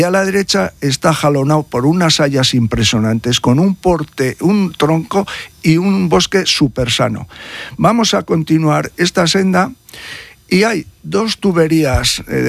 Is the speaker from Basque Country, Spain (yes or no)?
yes; Vitoria-Gasteiz, Basque Country, Spain; soy de Vitoria, de Álava